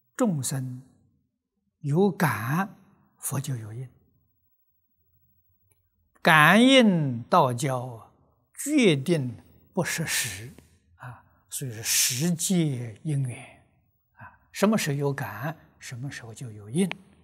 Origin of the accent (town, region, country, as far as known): China